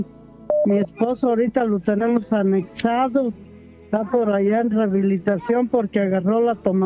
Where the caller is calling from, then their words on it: Michoacán, Mexico; soy de acá de Michoacán, de Acuicho del Canje.